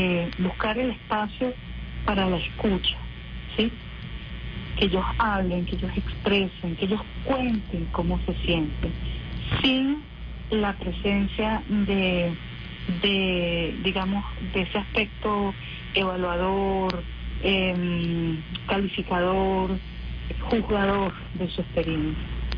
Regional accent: Venezuela; nuestra identidad como venezolanos y venezolanos

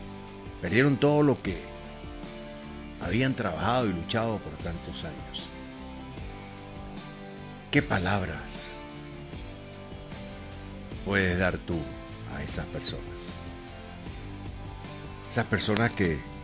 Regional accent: Venezuela; Venezuela va a ser el gran país que merecemos tener.

